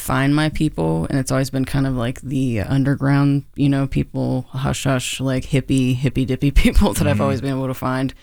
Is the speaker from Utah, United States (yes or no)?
no; Rural Valley, Pennsylvania, United States; also born or lived in Kittanning; I was born in Katanning. I grew up in Rural Valley, which is Armstrong County.